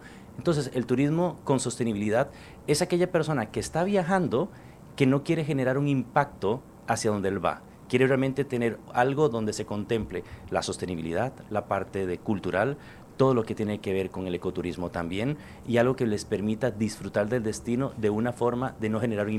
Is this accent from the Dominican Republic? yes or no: no; Costa Rica; soy costarricense.